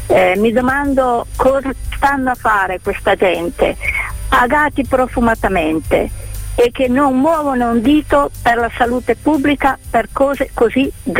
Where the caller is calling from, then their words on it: Mondovì, Piedmont, Italy; di Mondovì.